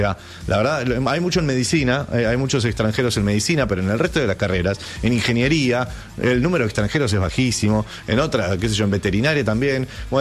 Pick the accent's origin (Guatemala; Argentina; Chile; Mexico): Argentina